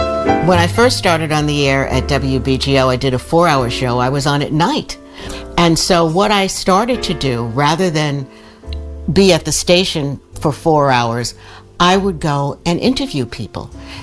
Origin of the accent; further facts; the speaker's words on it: New York City, New York, United States; moved away as an adult; now in Los Angeles, United States; I was born in 1954 in New York City. New York was a great place to grow up because you were exposed to so much culture.